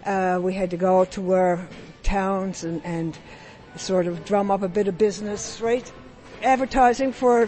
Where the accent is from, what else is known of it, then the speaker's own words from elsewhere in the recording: Harbour Grace, Newfoundland and Labrador, Canada; Okay, well, I'm from Harbour Grace.